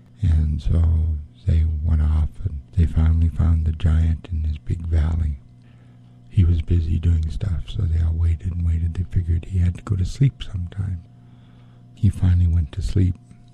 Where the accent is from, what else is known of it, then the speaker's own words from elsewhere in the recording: Craig, Alaska, United States; also born or lived in Hydaburg; Haida Indian from Southeastern. I'm Eagle Moiety and Frog Clan. I was born in Craig on Prince of Wales Island. My mother is from Heidelberg, so we grew up in both of those two communities.